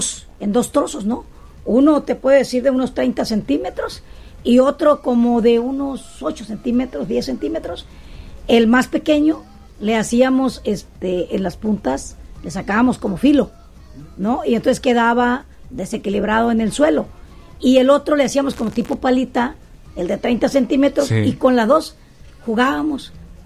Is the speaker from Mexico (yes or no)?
yes; Sinaloa, Mexico; yo nací en Sinaloa municipio, en Caliente se va, pero me llevaron muy pequeña, de 2 años, al Batamote, y es ahí donde yo jugaba.